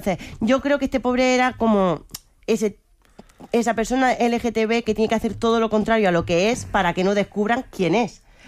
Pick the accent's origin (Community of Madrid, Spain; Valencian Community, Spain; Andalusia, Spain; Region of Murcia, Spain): Region of Murcia, Spain; Caravaca de la Cruz; yo, en mi pueblo, soy...